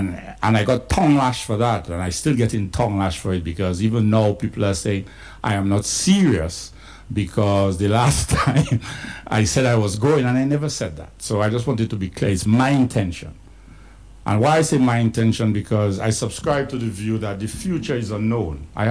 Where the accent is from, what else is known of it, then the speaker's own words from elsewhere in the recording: Marigot, Saint Andrew, Dominica; born there; also born or lived in Portsmouth, Dominica / Roseau, Dominica; So I was born in Portsmouth. Around the age of 2 or 3, I moved to Marigot. I lived in Marigot primary school until I was around 10, mm-hmm. 11. I came to school in Roseau North. I lived in Roseau North from 11 to 21 year old.